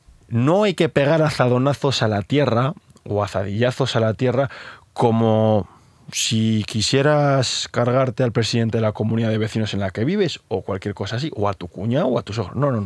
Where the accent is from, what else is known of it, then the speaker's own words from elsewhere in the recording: Cenicero, La Rioja, Spain; moved away; Claro, el clima que tenemos en Cenicero, de mi pueblo